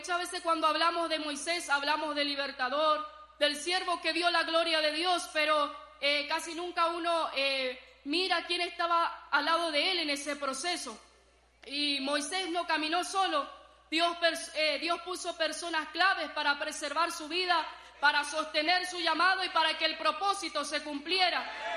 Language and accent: Spanish; Itacurubí de la Cordillera, Cordillera, Paraguay; Soy de Itacurubí, de la cordillera.